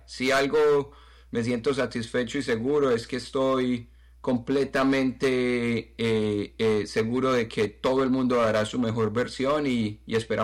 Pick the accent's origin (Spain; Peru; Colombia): Colombia; moved away; Yo soy originariamente de Colombia, mi esposa es de Ecuador, entonces de ahí la conexión con Ecuador.